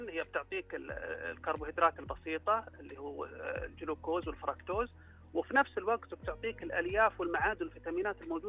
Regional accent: Saudi Arabia; عندنا في السعودية

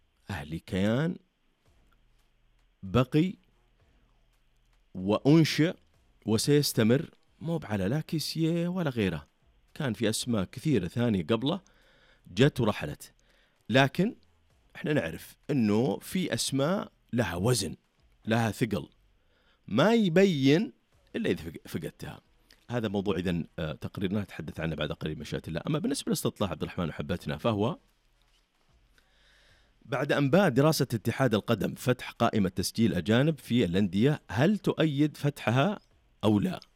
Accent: Saudi Arabia; عندنا بالخليج

